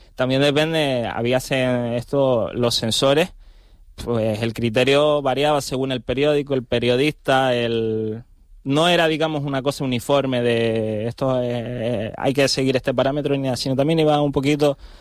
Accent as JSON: {"language": "Spanish", "region": "Canary Islands", "country": "Spain", "accent": "Canarian"}